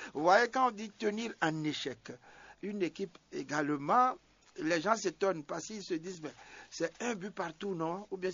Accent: Benin; chez nous au Bénin

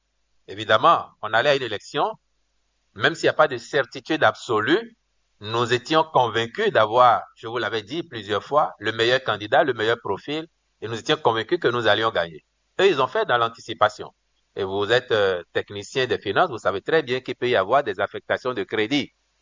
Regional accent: Benin

